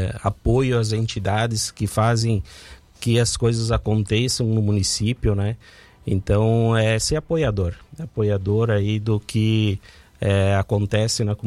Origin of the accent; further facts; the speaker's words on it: Aratiba, Rio Grande do Sul, Brazil; born there; also born or lived in Santa Catarina; now in Erechim, Brazil; Eu sou gaúcho. Eu sou nascido aí em Aratiba, no Rio Grande do Sul.